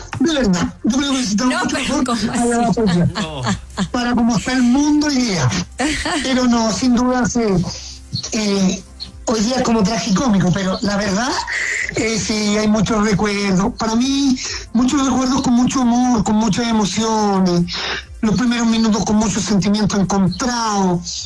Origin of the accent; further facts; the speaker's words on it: Chile; Y nos reíamos de esa situación porque pasaban muchas cosas por la cabeza de nosotros como mineros chilenos.